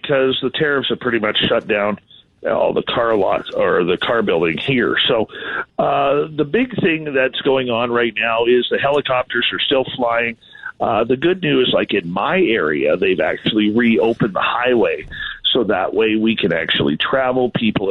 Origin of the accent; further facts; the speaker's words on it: Canada; Yes, Walter, I'm Canadian